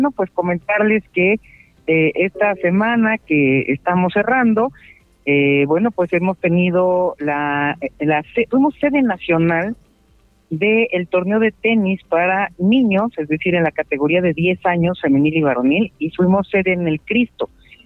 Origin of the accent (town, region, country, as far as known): Mexico